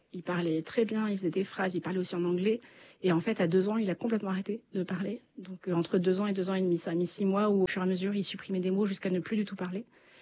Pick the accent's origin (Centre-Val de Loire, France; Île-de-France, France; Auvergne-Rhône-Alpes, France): Centre-Val de Loire, France; Chambord; Et moi, je suis originaire de Chambord à la base.